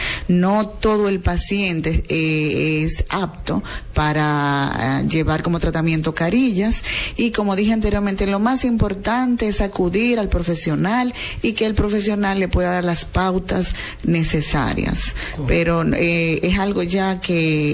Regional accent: La Vega, Dominican Republic; ¿por qué si somos de La Vega, verdad, tener que trasladarnos a otro pueblo si la UCATESI te brinda la profesión que tú estás buscando?

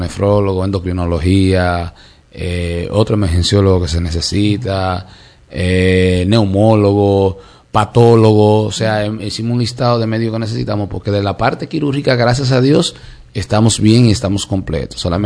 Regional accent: Dominican Republic

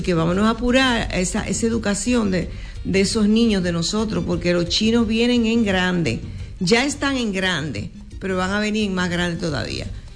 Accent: Dominican Republic; los dominicanos somos dominicanos donde quiera

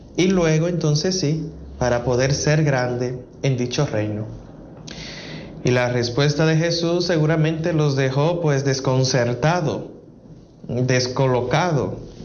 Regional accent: Dominican Republic

